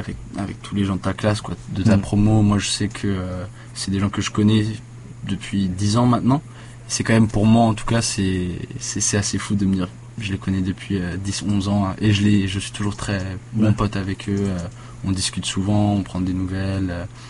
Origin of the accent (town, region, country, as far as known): Vanuatu; born there